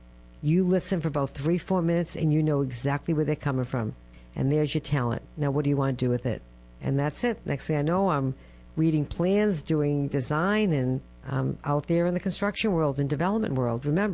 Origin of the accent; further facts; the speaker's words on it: Massachusetts, United States; So I grew up on the North Shore of Boston, 14 years old, blizz of 78. We moved to Newton.